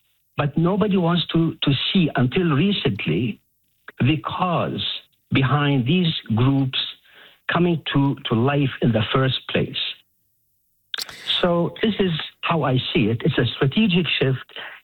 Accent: Lebanon; now in Canada; I'm originally from Lebanon, but I've been in Canada since 76.

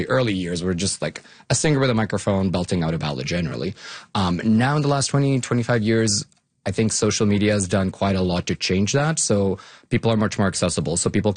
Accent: Bosnia & Herzegovina; moved away; So I grew up, I was born and raised in Bosnia, Herzegovina, and it's a formerly war-torn country.

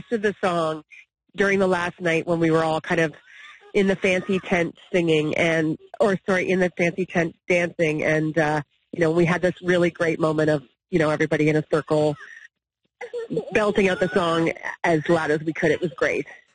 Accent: Nova Scotia, Canada; we were all just from this, you know, tiny enclave of Canada.

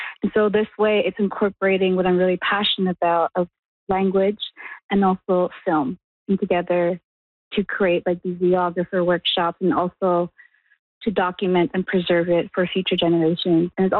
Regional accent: Fort Providence, Northwest Territories, Canada; growing up in Fort Providence, there wasn't really a lot of resources around art in general.

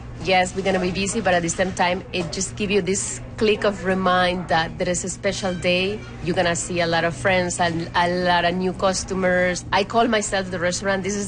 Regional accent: Mexico; English is a second language; now in Leamington, Canada; I own the restaurant, Taqueria Hua, in Leamington, Ontario. I moved from Mexico 25 years ago. I wanted to learn the language, and I wanted to work here, and that's how it started.

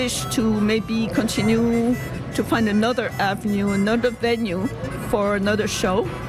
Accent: St. Pierre & Miquelon; also born or lived in Quebec / Newfoundland; now in Canada; I'm initially from Saint-Pierre-et-Miquelon, but I spent a lot of time in Canada and Quebec, and I've been in Newfoundland permanently since 1986.

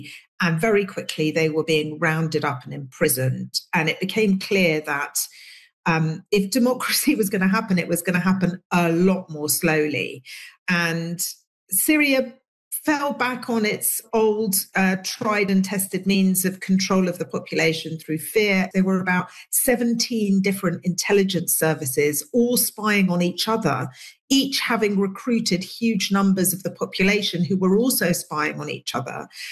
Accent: England, United Kingdom; when me and Asma were young girls growing up in England

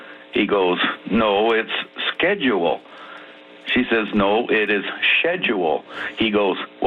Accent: Calgary, Alberta, Canada; born there; now in Claresholm, Canada; about 50 years ago, I was in St. Mary's High School in Calgary

